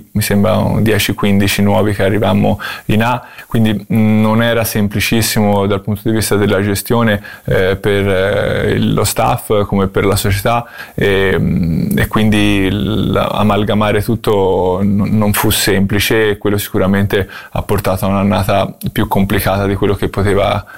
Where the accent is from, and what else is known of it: Tuscany, Italy; also born or lived in Ghizzano